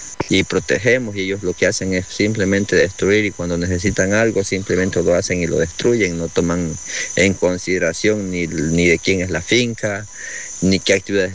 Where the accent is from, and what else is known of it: Ecuador